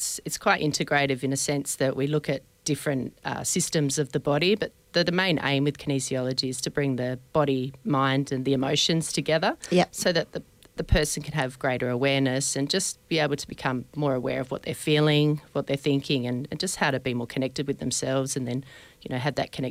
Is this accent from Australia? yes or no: yes; Australia; moved away as an adult; also born or lived in Amsterdam; now in Margaret River, Australia; So, I moved back to Australia. I was raised in Australia and spent some years in Europe. But yeah, been here 19 years